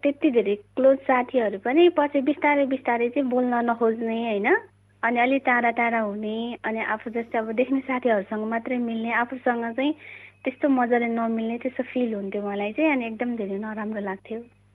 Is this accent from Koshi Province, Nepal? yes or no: yes; Udayapur, Koshi Province, Nepal; अनि मेरो घर चाहिँ उदयपुर हो